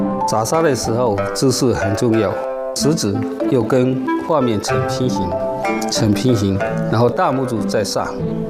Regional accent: Pingtan, Fujian, China; 因为我们是生在这里长在这里，他们一直以来几百年几千年以来为我们这个平潭人遮风挡雨

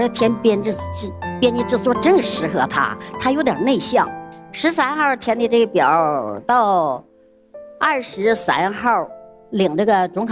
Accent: Qiqihar, Heilongjiang, China; ，我是从黑龙江省齐齐哈尔来的。

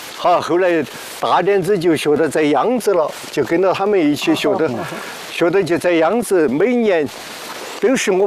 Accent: Neijiang, Sichuan, China; born there; 我从小的时候就在这个天津街坐噻

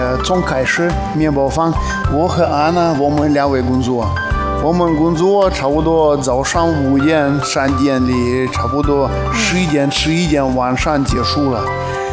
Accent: Khabarovsk, Khabarovsk Krai, Russia; Chinese is a second language; moved away as an adult; now in Harbin, China; 我老家是哈巴罗斯克，也是很附近的。

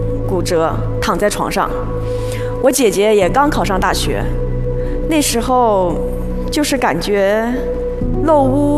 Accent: Jingdezhen, Jiangxi, China; born there; 我出生在江西景德镇市昌江区的一个小村庄里，那是典型的赣东北农村。我的家庭非常的普通，房屋特别的简陋，生活其实挺艰苦的

